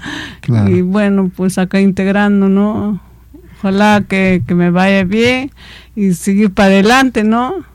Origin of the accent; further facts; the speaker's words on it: Piscobamba, Ancash, Peru; Yo soy chimaechera, pues, de Piscobamba, ¿no? Directamente de Piscobamba, Mariscal Usuriaga.